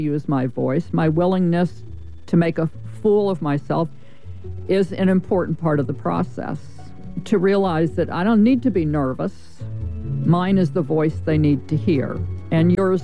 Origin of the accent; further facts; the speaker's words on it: Connecticut, United States; also born or lived in Hartford, Connecticut; I grew up here. I was born in Hartford and raised in Thomaston and Litchfield, and this is my state.